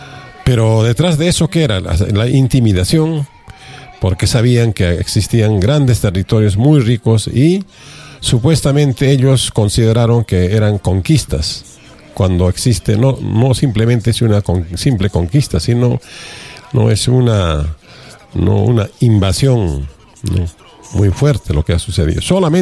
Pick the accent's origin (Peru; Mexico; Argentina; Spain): Peru; nosotros, como peruanos, como patriotas, como nacionalistas